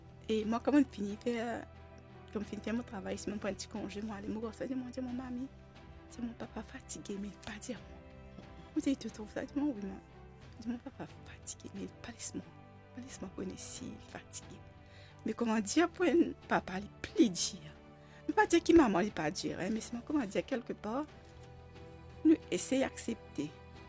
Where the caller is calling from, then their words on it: Rodrigues, Mauritius; Moi, je suis à Rodrigue, je suis au travail